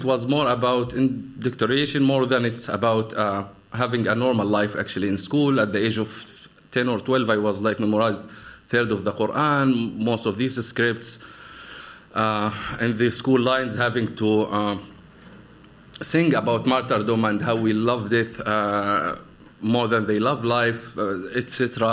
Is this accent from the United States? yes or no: no; Gaza Strip, Palestine; English is a second language; I was born and raised in the Gaza Strip. I was born in 1997, which was a spicy period, let's say, between Palestine and Israel